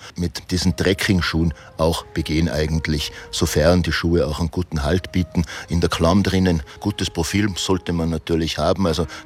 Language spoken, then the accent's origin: German; St. Johann, Austria; Ich komme aus St. Johann, ich wurde hier geboren und habe eigentlich mein ganzes Leben hier gelebt